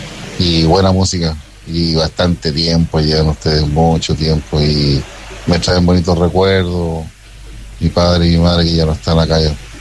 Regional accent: La Calera, Valparaíso, Chile; now in Arica, Chile; Yo soy oriundo de La Calera. Y bueno, extraño mucho mi ciudad también. Hace bastante tiempo que no voy para allá.

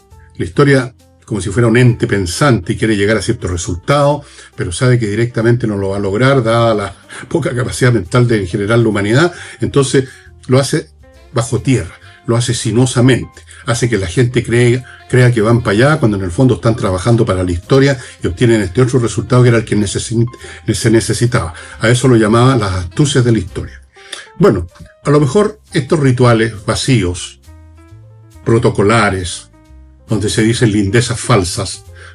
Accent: Chile

